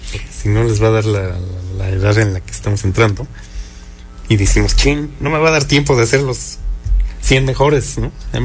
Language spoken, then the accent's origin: Spanish; Mexico City, Mexico; aunque soy chilango